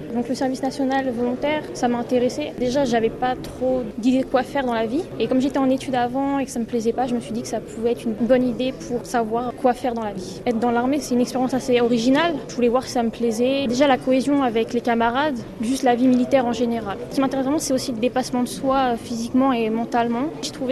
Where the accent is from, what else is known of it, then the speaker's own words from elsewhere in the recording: Normandy, France; j'ai 18 ans, je suis originaire de Normandie, dans l'Eure.